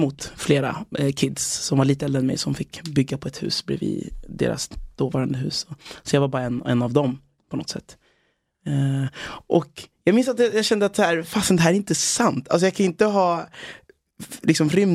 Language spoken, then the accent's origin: Swedish; Nora, Örebro County, Sweden; det var i Nora utanför Örebro. Det var där jag växte upp